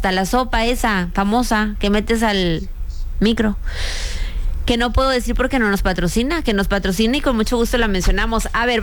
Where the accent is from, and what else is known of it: Monterrey, Nuevo León, Mexico